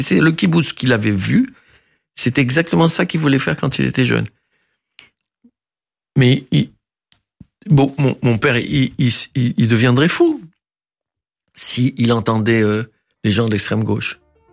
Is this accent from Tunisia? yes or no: yes; Tunisia; born there; moved away; je déclarerai toujours mon amour à la Tunisie. Toujours. Quel que soit l'état de mon pays. C'est ma terre natale.